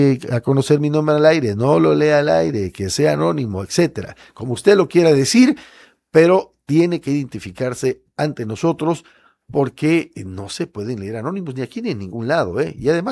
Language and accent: Spanish; Tabasco, Mexico; somos tabasqueños